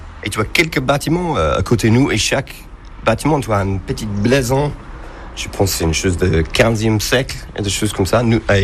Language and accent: French; Dublin, Leinster, Ireland; French is a second language; now in Saint-Chef, France; Je suis Irlandais de Dublin.